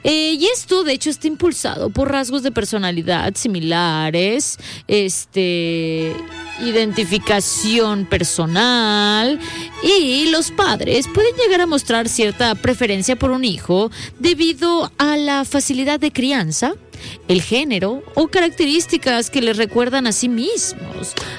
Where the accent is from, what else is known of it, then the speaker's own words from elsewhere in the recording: León, Guanajuato, Mexico; soy de León, Guanajuato.